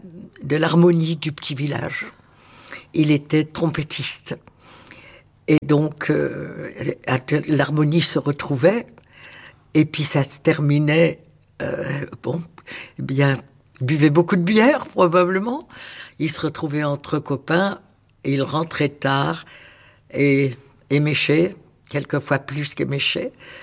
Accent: Pont-de-Nieppe, Hauts-de-France, France; born there; Au Pont-de-Nieppe.

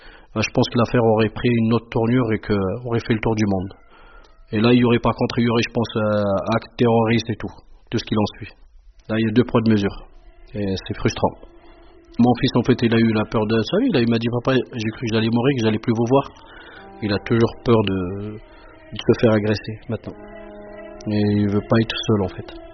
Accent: Morocco; moved away as an adult; now in France; je suis marocain de nationalité. Je suis arrivé à l'âge de 19 ans, j'ai fait des études ici en France.

